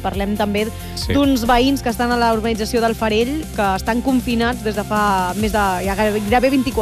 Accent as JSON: {"language": "Catalan", "town": "Caldes de Montbui", "region": "Catalonia", "country": "Spain", "said": "soc de Caldes de Montbui, al costat de l'incendi que es va declarar a Sant Manat"}